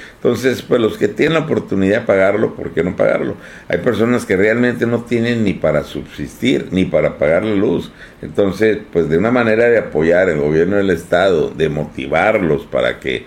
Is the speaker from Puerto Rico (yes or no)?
no; Baja California, Mexico; Yo soy de 43, soy de Carranza, pero o sea, aquí en Carranza